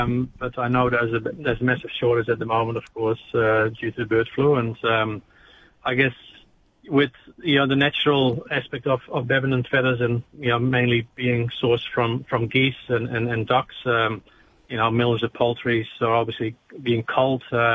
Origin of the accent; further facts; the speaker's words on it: Netherlands; also born or lived in New Zealand; now in Australia; I grew up in the Netherlands myself